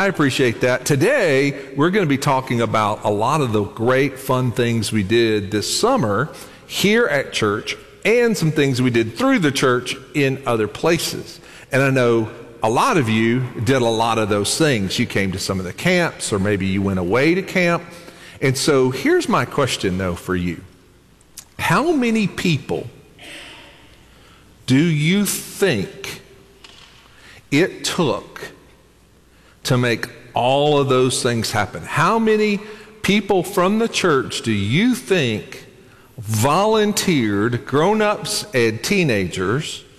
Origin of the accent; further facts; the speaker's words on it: Kentucky, United States; I'm from Western Kentucky and we didn't learn anything past that.